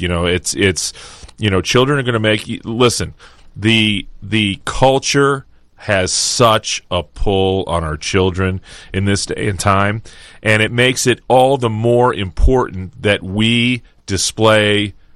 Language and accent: English; Joplin, Missouri, United States; moved away; my hometown of Joplin, Missouri.